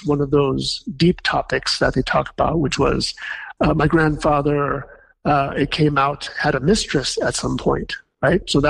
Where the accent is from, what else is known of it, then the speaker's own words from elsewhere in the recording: Wisconsin, United States; You know, it's just as a insecure teenager growing up in Wisconsin, I just wanted to blend in. I didn't have any interest in my Chinese culture.